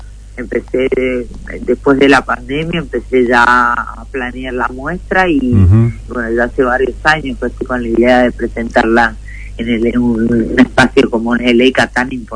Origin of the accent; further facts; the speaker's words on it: Mendoza, Argentina; Bueno, se fue una muestra que quería hacerla en Mendoza porque es mi tierra.